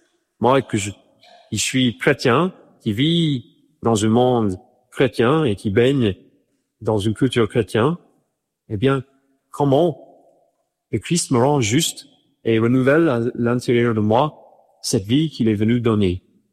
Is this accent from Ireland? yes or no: yes; Ireland; j'ai grandi en Irlande avec une éducation chrétienne